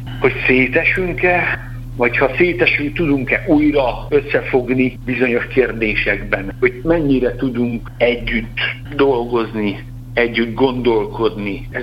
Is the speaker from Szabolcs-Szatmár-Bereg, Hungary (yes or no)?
no; Debrecen, Hajdú-Bihar, Hungary; also born or lived in Budapest; ismét visszakerültem a szülővárosomba, mármint a diploma után.